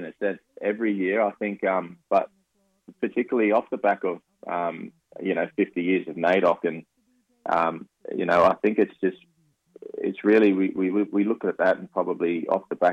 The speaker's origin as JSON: {"language": "English", "town": "Darwin", "region": "Northern Territory", "country": "Australia", "also_born_or_lived": "Torres Strait Islands", "moved": "as an adult", "lives_now": "Adelaide, Australia", "said": "I'm originally from Darwin up in the Territory. So my people are Larrakia people, Kunarakan Moi, and I'm also from the Torres Strait Islands as well."}